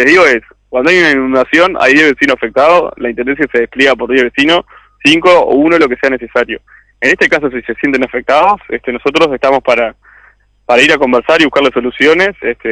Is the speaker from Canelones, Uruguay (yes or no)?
yes; Canelones, Uruguay; Yo soy de Costa de Oro